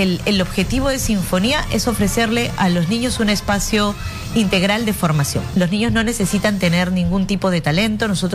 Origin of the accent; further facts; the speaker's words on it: Peru; como peruana, como peruano